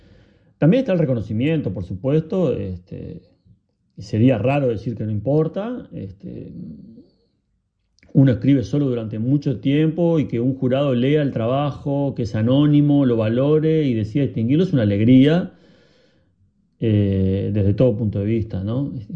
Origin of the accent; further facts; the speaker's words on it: Mercedes, Soriano, Uruguay; moved away; yo, que soy del interior, de Mercedes, de ahí salí cuando me tocó irme.